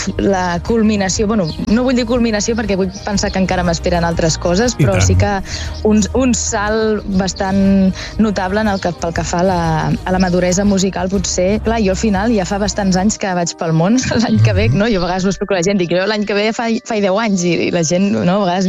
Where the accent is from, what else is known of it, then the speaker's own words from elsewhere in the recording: Tarragona, Catalonia, Spain; now in Vistabella, La Secuita, Spain; jo la veritat és que originalment sóc de Tarragona. Uh-huh. Ara sí que ja fa uns anys que visc aquí al poble, que és, al final és la continuació una mica del llegat dels meus avis, que hi tenen allí una casa.